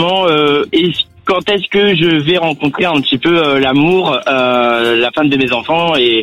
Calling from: Montgeron, Île-de-France, France; J'habite à Montgeron dans le 91.

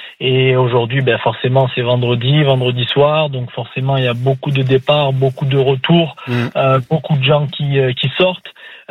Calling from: Cavaillon, Provence-Alpes-Côte d'Azur, France

